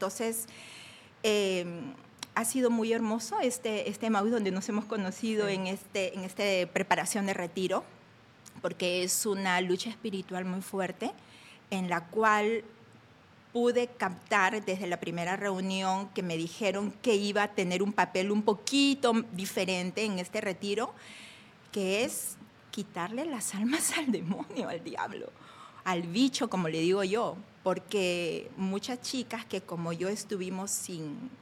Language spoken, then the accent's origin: Spanish; Peru; el Papa, que yo soy peruana y él ha vivido ahí, me aceptaría trabajar con él.